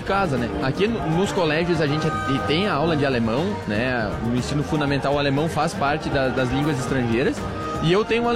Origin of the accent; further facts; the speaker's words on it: South Region, Brazil; tu é brasileiro, que tu tá na República Tcheca falando em alemão